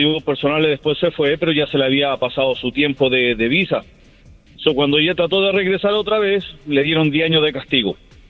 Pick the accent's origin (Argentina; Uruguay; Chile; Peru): Chile; now in New York, United States; estaba mi abuela hace muchos años acá atrás, nosotros somos de Chile.